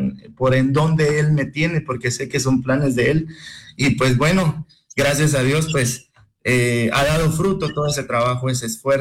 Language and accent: Spanish; Guatemala; moved away; porque sabemos muy bien de que somos guatemaltecos